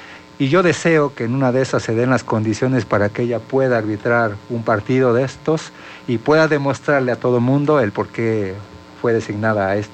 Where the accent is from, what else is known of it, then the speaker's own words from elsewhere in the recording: Mexico; orgullosos como mexicanos